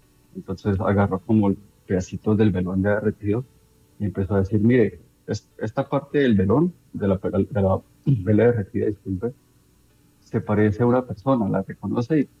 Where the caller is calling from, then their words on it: Canada; Desde Frankfurt, Canadá.